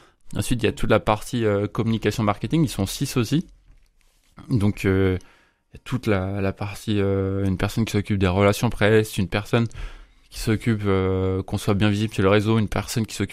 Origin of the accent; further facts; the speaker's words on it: Brittany, France; Entre les Côtes d'Armor et l'Ille-et-Vilaine, c'est-à-dire que j'ai grandi dans les Côtes d'Armor et maintenant j'ai fait mes études en Ille-et-Vilaine, enfin à Rennes.